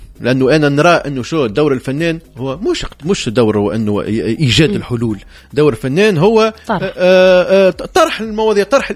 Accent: Tunisia; وهذا صاير عندنا في تونس الداخل

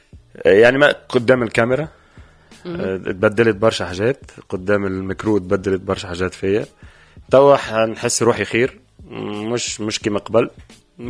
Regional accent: Egypt; now in Tunisia; انا مصري عايش في تونس خلاص, ففاهم التونسي.

